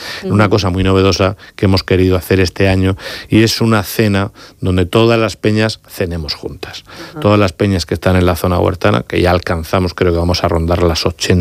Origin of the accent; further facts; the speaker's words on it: Santomera, Region of Murcia, Spain; Yo soy un enamorado de mi pueblo, soy alcalde